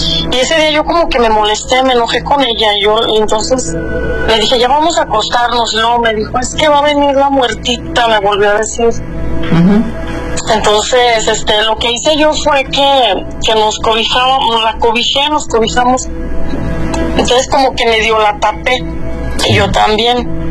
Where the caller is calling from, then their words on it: León, Guanajuato, Mexico; Yo, estoy acá en León, Guanajuato.